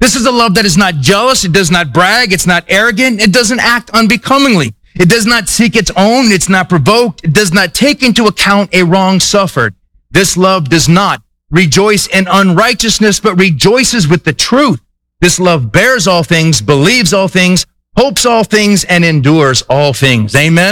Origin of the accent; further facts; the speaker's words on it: Scotland, United Kingdom; And I was just so upset because I'm a Scottish, and if I give you a dollar, you need to be doing it right.